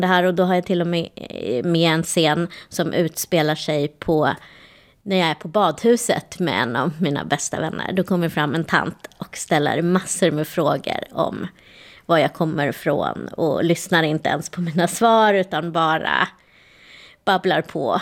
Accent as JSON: {"language": "Swedish", "country": "Sweden", "tie": "born there", "also_born_or_lived": "India", "said": "jag svarade att jag var adopterad från Indien. Sen fick jag många frågor om jag trivdes, hur det var här i Sverige."}